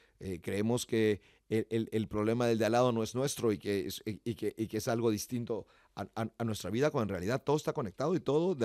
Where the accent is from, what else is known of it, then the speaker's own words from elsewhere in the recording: Mexico; yo soy mexicano